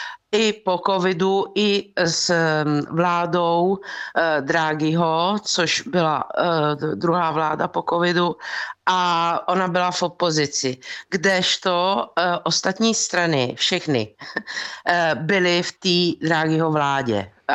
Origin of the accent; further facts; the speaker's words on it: Bari, Apulia, Italy; Czech is a second language; slavila to v Bari, což je moje město.